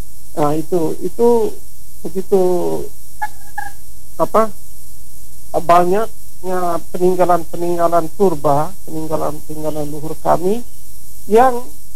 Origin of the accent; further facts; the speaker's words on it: Wolotopo, East Nusa Tenggara, Indonesia; itu filosofi kami orang Lio teristimewa di Wolotopo.